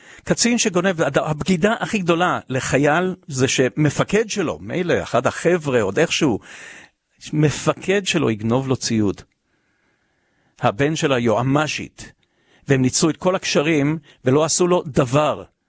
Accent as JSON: {"language": "Hebrew", "town": "Ashkelon", "region": "Southern District", "country": "Israel", "tie": "born there", "lives_now": "Jerusalem, Israel", "said": "כשאני הייתי בן 10 אנחנו עלינו לארץ, אמא שלי שבה לארץ, גדלנו באשקלון, אבל אני זכיתי לעבור לגור בירושלים וללדת פה את הילדים שלי"}